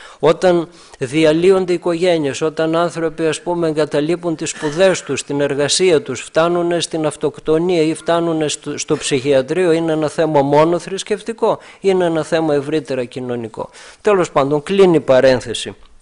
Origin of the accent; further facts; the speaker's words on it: Greece; είμαστε Έλληνες και βρεθήκαμε ορθόδοξοι